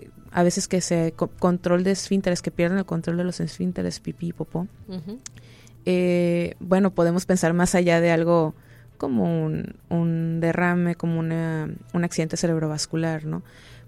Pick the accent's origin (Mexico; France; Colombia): Mexico; como nosotros, por lo menos como mexicanos, siempre va a ser va a tener un papel muy importante.